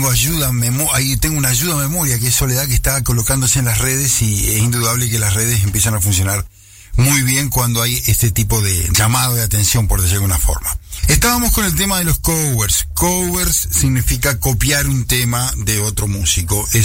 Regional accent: Paso de los Toros, Tacuarembó, Uruguay; moved away as an adult; En mi caso es Paso de los Toros. Yo nací y me crié en Paso de los Toros hasta los 20 años

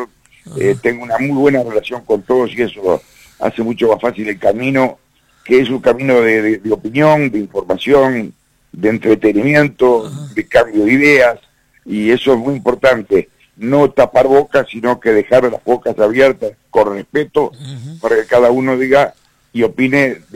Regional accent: Uruguay; Somos todos uruguayos.

